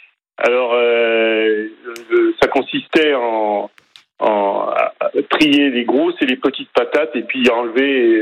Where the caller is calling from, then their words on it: Grand Est, France; j'habite en Champagne-Ardenne et je suis actuellement en vacances à Erdeven, dans le Morbihan.